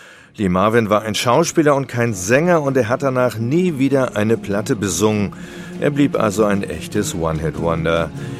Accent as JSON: {"language": "German", "region": "Bremen", "country": "Germany", "said": "Bei uns in Bremen sagt man, dreimal ist Bremer Recht."}